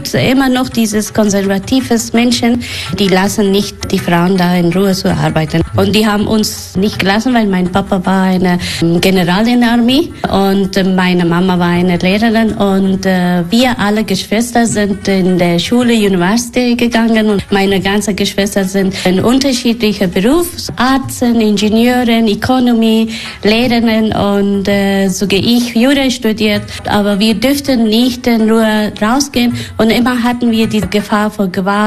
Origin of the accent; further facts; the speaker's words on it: Kabul, Afghanistan; German is a second language; now in Germany; Nee, ich komme aus Kabul. Ja.